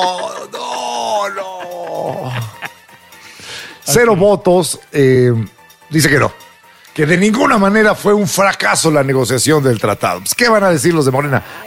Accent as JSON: {"language": "Spanish", "region": "Mexico City", "country": "Mexico", "tie": "born there", "said": "Vos soy más viejo que el metro. Cuando nací no había metro en la Ciudad de México."}